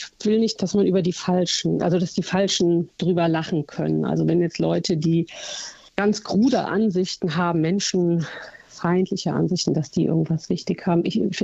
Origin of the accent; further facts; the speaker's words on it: Eifel, Germany; Ja, also ich komme nun mal aus der Eifel. Das lässt sich auch nicht leugnen. Das hört man vielleicht auch manchmal, wenn ich ein bisschen schneller spreche hier an meinem Dialekt.